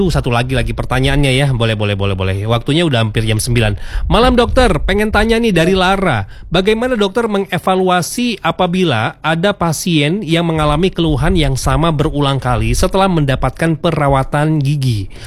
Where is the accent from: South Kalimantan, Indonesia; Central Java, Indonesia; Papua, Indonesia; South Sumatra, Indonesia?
South Sumatra, Indonesia; Palembang; saya orang Palembang